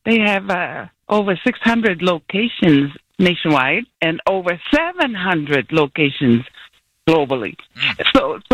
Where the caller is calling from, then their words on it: Las Vegas, Nevada, United States; I'm a live-in caregiver. I come from Vegas and I work in the Bay.